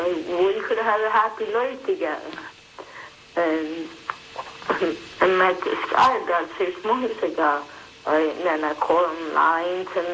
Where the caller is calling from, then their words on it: Upper Darby, Pennsylvania, United States; Upper Darby, Dollar County.